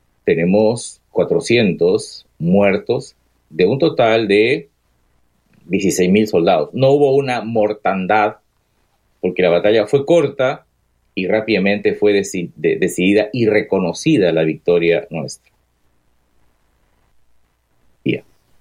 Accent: Peru; en el quechua de mi tierra, del centro del país

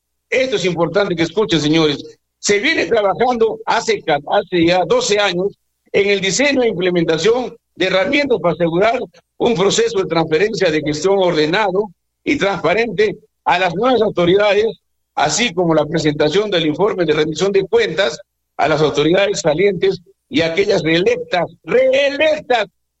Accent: Arequipa, Peru; como arequipeños que somos, como characatos que somos

